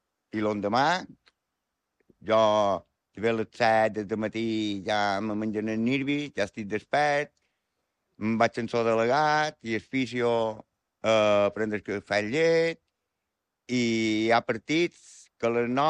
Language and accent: Catalan; Petra, Balearic Islands, Spain; born there